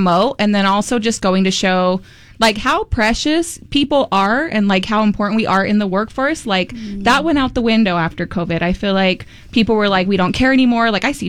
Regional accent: Salt Lake City, Utah, United States; You know, I grew up in Rose Park here in Salt Lake

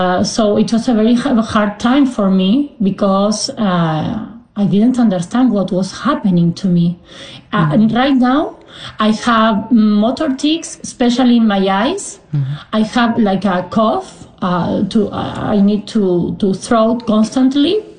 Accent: Argentina; because I grew up in Argentina.

